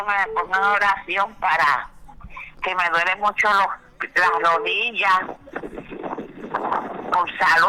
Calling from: Toa Baja, Puerto Rico; De Tua Baja.

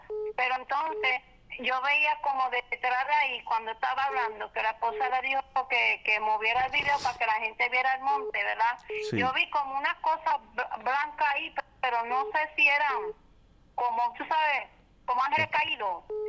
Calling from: New York, United States; De Nueva York, pero yo soy este miembro habitual de la iglesia de ustedes.

